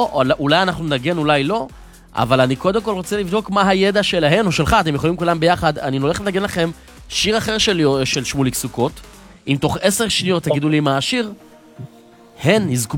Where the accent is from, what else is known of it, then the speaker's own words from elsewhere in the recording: Modi'in Illit, Judea and Samaria Area, Israel; born there; עיר הולדתי, אם תרצה. אני הולך להגיע לשם.